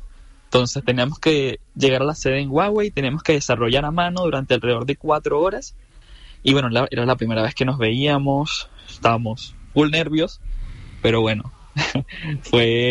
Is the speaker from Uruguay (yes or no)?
no; Venezuela; now in Chile; yo soy venezolano